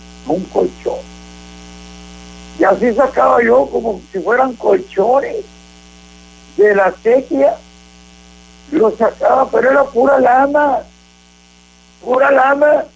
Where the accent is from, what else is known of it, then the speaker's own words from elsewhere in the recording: Mexico; yo me crié en Río Bravo